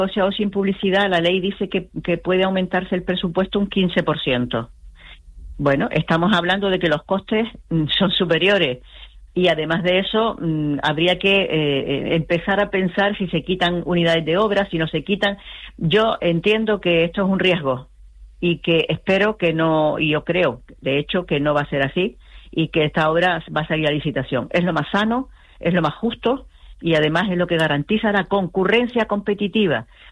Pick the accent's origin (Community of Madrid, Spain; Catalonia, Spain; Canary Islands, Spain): Canary Islands, Spain; Claro, como Gran Canarios y como empresarios